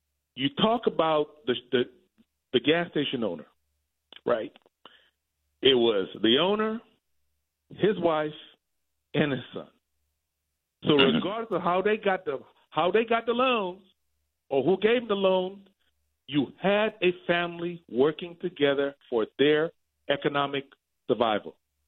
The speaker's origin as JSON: {"language": "English", "town": "Washington", "region": "District of Columbia", "country": "United States", "tie": "born or raised there", "said": "I grew up in Southwest D.C., and I own 2 apartments in every ward in D.C., multi-level apartments."}